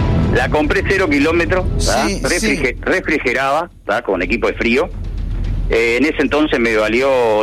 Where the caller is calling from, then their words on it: Montevideo, Uruguay; De acá de Montevideo.